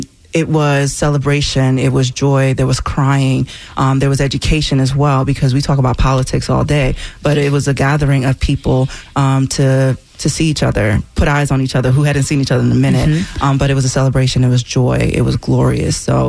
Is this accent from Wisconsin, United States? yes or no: no; New Jersey, United States; also born or lived in Nigeria; I'm from Jersey